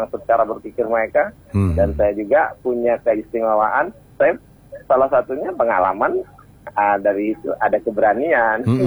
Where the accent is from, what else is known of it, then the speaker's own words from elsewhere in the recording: Java, Indonesia; now in Jambi, Indonesia; Saya dari Jawa Bang Adi. Dari Jawa itu ikut paman kan. Kebetulan paman bertugas di Jambi ini.